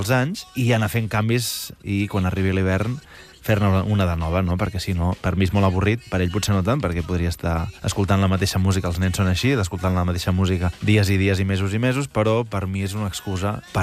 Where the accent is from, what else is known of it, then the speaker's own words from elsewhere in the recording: Vilanova i la Geltrú, Catalonia, Spain; com que som de la comarca del Garraf i jo sóc de Vilanova